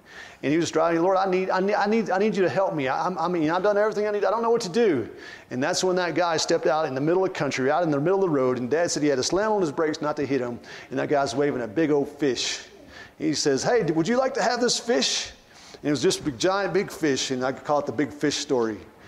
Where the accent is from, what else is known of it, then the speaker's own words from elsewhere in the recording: Dermott, Arkansas, United States; Growing up in Dermot, Arkansas